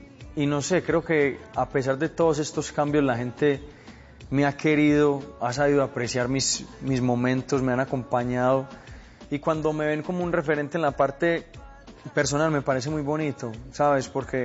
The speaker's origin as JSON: {"language": "Spanish", "town": "Medellín", "region": "Antioquia", "country": "Colombia", "said": "tengo la prioridad de disfrutar más mi tierra, Medellín"}